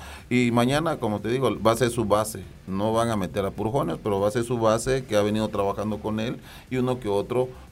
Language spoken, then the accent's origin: Spanish; Mexico; como aficionado, como mexicanos, tenemos esa espinita contra la selección de Chile